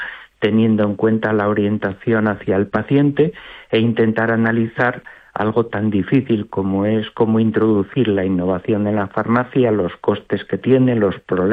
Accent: Salamanca, Castile and León, Spain; Yo he elegido el parador porque soy salmantino.

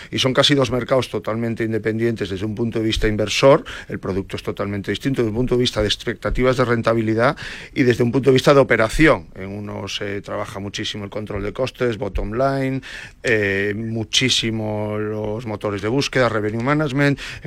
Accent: A Coruña, Galicia, Spain; now in Madrid, Spain; Mi tierra natal

